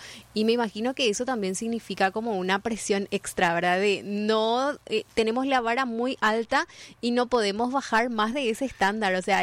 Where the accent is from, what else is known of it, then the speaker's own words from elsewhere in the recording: Paraguay; somos los paraguayos